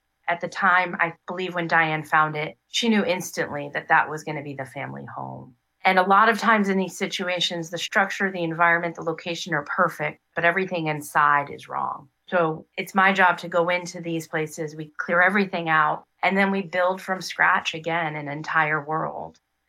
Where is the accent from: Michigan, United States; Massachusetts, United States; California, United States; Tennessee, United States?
Massachusetts, United States; Worcester; which happened to be Worcester, Massachusetts. That also happens to be my hometown.